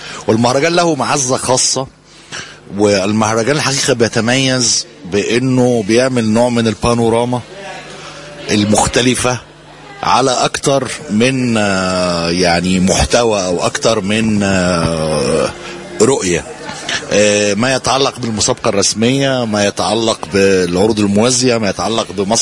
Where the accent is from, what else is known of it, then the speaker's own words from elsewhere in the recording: Upper Egypt, Egypt; وأنا أصلا جنوبي، يعني أصولي جنوبية